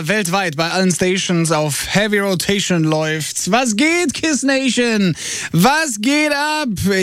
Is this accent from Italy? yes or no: yes; Italy; als Italiener hat man momentan keine einfache Zeit.